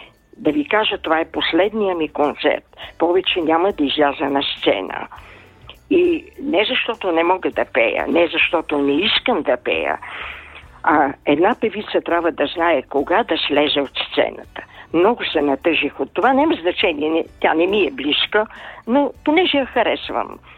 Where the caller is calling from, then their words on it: Sofia, Sofia City, Bulgaria; от София съм пак